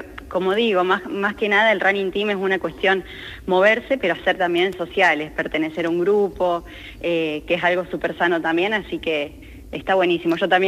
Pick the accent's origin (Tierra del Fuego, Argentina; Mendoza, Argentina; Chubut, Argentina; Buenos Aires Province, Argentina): Tierra del Fuego, Argentina; Ushuaia; born or raised there